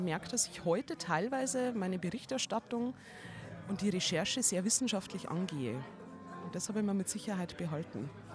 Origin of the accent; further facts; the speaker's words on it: Bavaria, Germany; accent: Lower Bavarian; also born or lived in Landshut; now in Salzburg, Austria; Ganz ursprünglich gebürtig bin ich 30 Kilometer von Landshut entfernt. Ja, eigentlich genau aus dem Dreieck Landshut-Straubing-Regensburg. Dort, wo sich die verschiedenen Dialekte treffen, wo der bayerische Wald aus Straubing einschlägt, das oberpfälzerische aus Regensburg und das eher Münchner